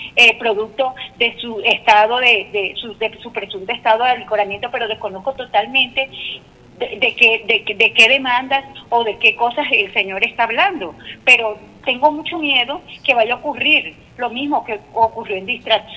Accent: El Molino, La Guajira, Colombia; mi querido Molín, a la paz, a la unidad, a la fraternidad, con esa que yo me crié, con ese cariño, con esa empatía, con ese amor, con esa unidad que en el Molino antes existía.

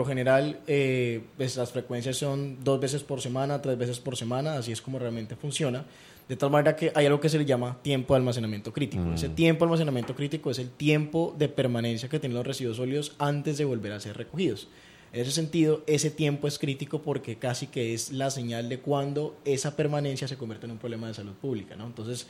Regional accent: Buenaventura, Valle del Cauca, Colombia; no solamente por ser de Buenaventura, sino también por ser el único colombiano y además el único sudamericano

